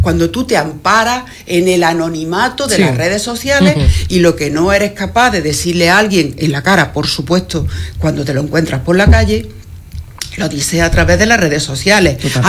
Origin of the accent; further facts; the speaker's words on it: Andújar, Andalusia, Spain; el alcalde de Andújar, pero jamás le voy a faltar el respeto, jamás. Y es más, delante de mí tampoco voy a permitir que nadie se lo falte, porque está representando a mi pueblo.